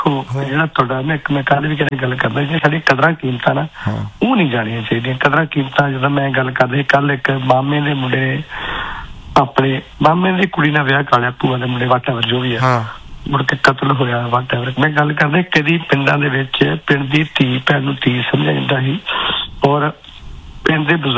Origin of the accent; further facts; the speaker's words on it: Punjab, India; ਸਾਡੇ ਪਿੰਡ ਦੇ ਅੱਜ ਤੋਂ 25 ਸਾਲ ਪਹਿਲਾਂ 3000 ਵੋਟ ਸੀ, ਜਾਤੀਜਾ ਪਿੰਡ ਆ ਸਾਡਾ, ਫਤਿਹਗੜ੍ਹ ਚੋਣੀਆਂ ਲਾਗੇ ਨਾਨਕੀ ਪਿੰਡ ਸਾਡਾ, ਪਿੰਡ ਅੰਮ੍ਰਿਤਸਰ ਤੋਂ ਬ